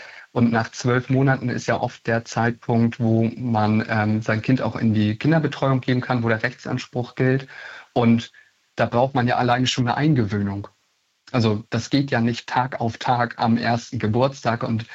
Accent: Schleswig-Holstein, Germany; schafft es Nordfriesland, da wo ich herkomme, zumindest schon mal 28% Rückgriffquote zu erreichen.

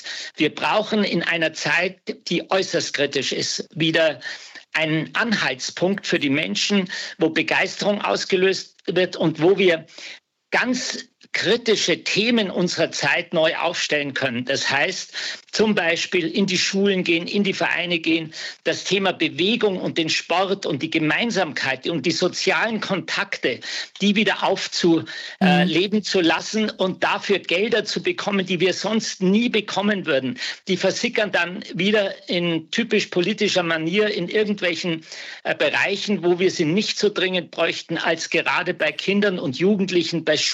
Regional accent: Munich, Bavaria, Germany; Aber natürlich bin ich Bayer, natürlich bin ich Münchner

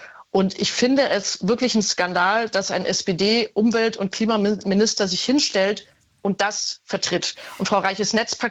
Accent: Bavaria, Germany; ich komme aus Bayern.

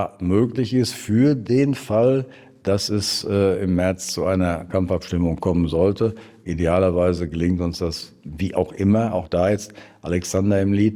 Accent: Germany; Da müssen wir als Deutsche jetzt uns auch nicht zu lange drüber unterhalten.

